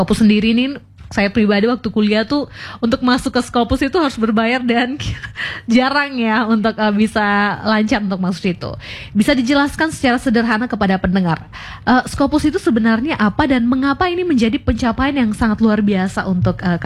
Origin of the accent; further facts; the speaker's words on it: Sumba, East Nusa Tenggara, Indonesia; Kita orang Sumba